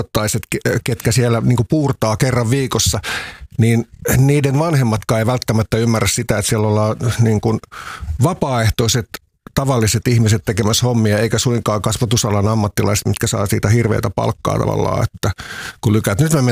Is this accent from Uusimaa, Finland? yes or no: yes; Vantaa, Uusimaa, Finland; also born or lived in Helsinki; me muutettiin aikoinaan Lauttasaaresta Tikkurilaan ja siellä huudettiin Joppeja pihalla